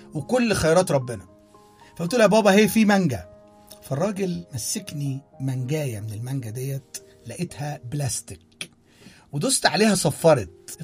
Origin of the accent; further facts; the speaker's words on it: Egypt; المشروب دوت مشهور جدا عندنا في مصر.